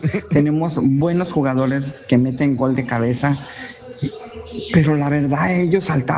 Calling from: Mexico; Seguimos siendo mexicanos de corazón

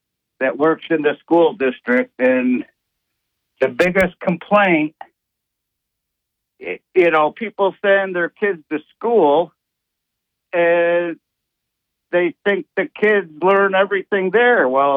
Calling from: the Ward, New York, United States; from the Ward.

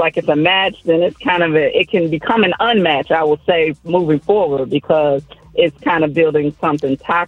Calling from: Indiana, United States; In Indiana.

